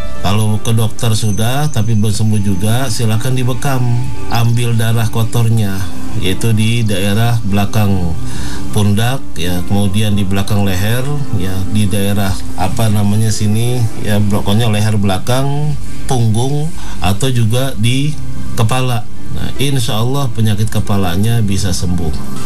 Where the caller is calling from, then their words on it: Pandeglang, Banten, Indonesia; Pak Ustadz, saya dari Pandeglang.